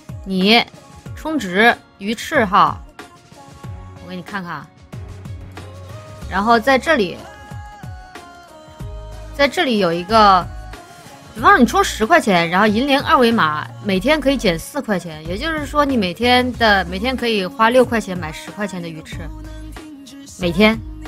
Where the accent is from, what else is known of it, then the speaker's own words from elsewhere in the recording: Guangdong, China; accent: Cantonese; 因为我是广东人呐、啊，所以我说话有一点点广东腔。